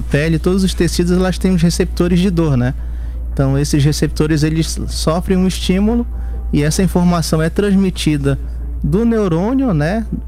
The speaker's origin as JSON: {"language": "Portuguese", "region": "Amapá", "country": "Brazil", "said": "Sou amapaense."}